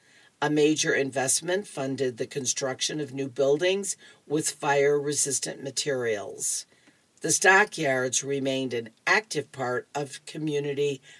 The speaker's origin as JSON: {"language": "English", "town": "Chicago", "region": "Illinois", "country": "United States", "tie": "born or raised there", "said": "I was from the South Side originally."}